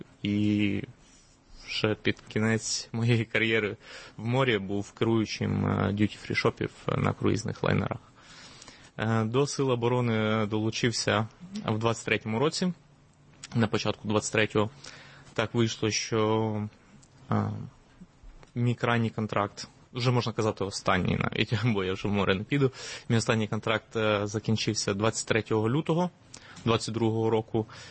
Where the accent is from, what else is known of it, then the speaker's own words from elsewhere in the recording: Mykolaiv, Mykolaiv Oblast, Ukraine; Мені 40 років. Я родом з Миколаєва.